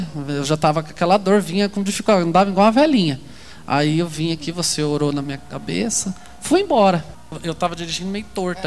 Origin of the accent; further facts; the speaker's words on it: Apucarana, Paraná, Brazil; que eu sou de lá de Apucarana, daí ela de lá.